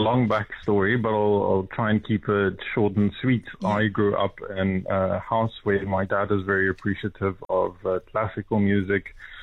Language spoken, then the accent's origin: English; Sabie, Mpumalanga, South Africa; the town where I was born in Sabi